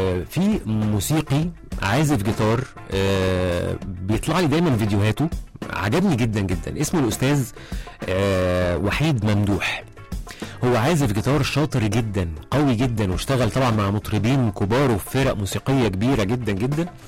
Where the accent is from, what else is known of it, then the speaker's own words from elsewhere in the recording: Ismailia, Ismailia Governorate, Egypt; انا من الاسماعيليه عشان كده بحب الصيف والبحر والمانجا بقى.